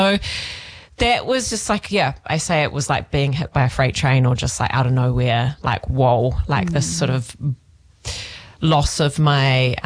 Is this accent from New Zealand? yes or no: yes; Auckland, New Zealand; moved away as an adult; now in Taranaki, New Zealand; I am not Taranaki born and bred. I am actually from Auckland originally. And what brought me to Taranaki, or has kept bringing me back to Taranaki, I think is the thriving energy sector that we have here.